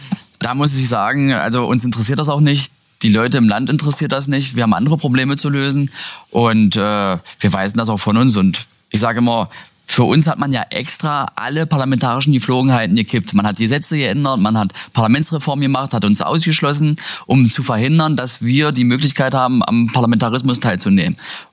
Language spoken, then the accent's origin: German; Saxony-Anhalt, Germany; bei uns in Sachsen-Anhalt. Ich komme aus dem Salzlandkreis.